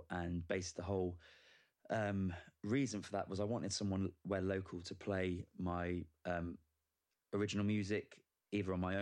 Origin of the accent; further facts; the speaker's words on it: Weston-super-Mare, South West England, United Kingdom; But Weston's my hometown